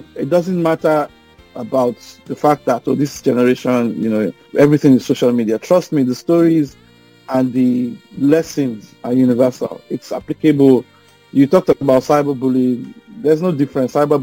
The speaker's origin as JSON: {"language": "English", "region": "Bayelsa", "country": "Nigeria", "also_born_or_lived": "Lagos", "said": "Yes, I'm from Bayelsa, but at that time, River State. But I was"}